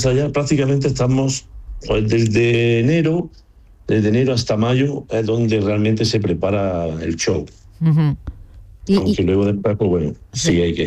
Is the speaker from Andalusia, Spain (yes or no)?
yes; Andalusia, Spain; somos de distintos pueblos de Granada, de Jaén, pero bueno, la orquesta realmente los que más somos de Granada.